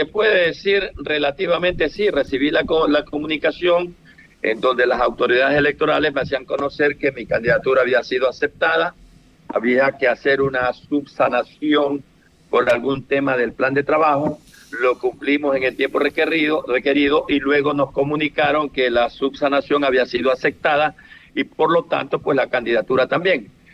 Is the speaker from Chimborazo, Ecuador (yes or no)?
no; Manta, Manabí, Ecuador; pocos manabistas hemos tenido la suerte de hacerlo. Soy el único de Manta, creo que somos dos en la provincia con el señor Bellatini